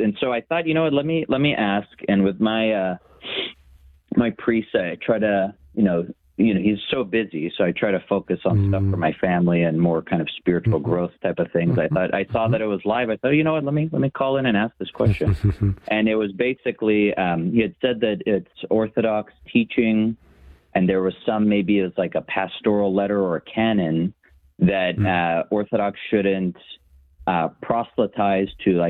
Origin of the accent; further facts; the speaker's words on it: Los Angeles, California, United States; I'm in a LA suburb, but you could say Los Angeles.